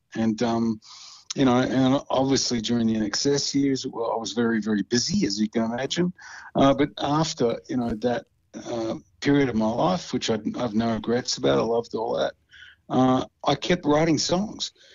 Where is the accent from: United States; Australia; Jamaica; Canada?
Australia; Western Australia; You know, I love our coastline in Australia. I come from Western Australia originally, but it's about as west as it gets.